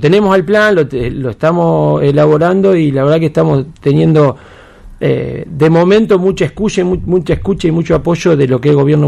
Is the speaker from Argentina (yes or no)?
yes; Santa Fe, Argentina; Muchos de los que vivimos en Santa Fe